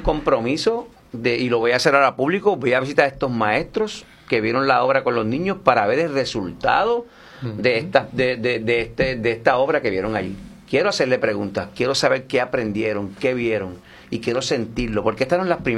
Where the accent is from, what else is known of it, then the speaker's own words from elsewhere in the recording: Puerto Rico; lo que nos identifica como puertorriqueños.